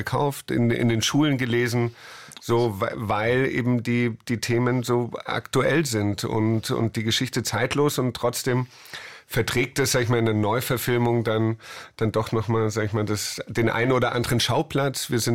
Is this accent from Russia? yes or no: no; Munich, Bavaria, Germany; Also auch wenn ich als Münchner dann diesen Stoff mache in Berlin.